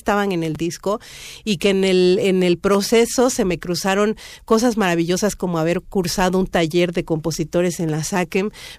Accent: Tuxtla Gutiérrez, Chiapas, Mexico; now in Mexico City, Mexico; y yo soy del centro de la capital de Tuxtla Gutiérrez. Y bueno, nos conocimos acá, ya tenemos veintitantos años viviendo en la Ciudad de México

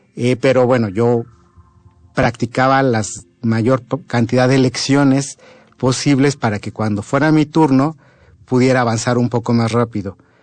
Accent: Mexico; soy compositor mexicano

